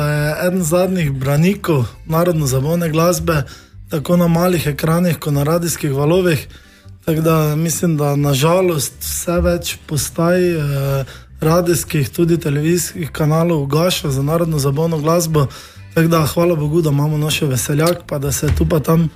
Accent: Šentilj, Drava, Slovenia; prihajamo iz Šentilja v Slovenskih goricah, tako da iz osrčja Slovenskih goric.

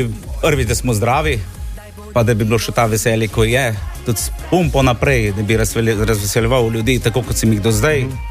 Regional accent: Koroška, Slovenia; sem Korošci

